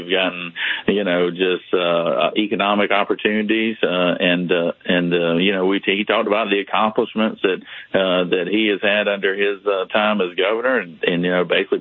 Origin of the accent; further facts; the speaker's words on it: Jackson, Georgia, United States; it's here in my hometown in Jackson, Georgia.